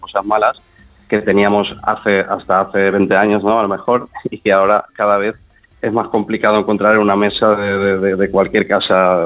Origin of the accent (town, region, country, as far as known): Valencia, Valencian Community, Spain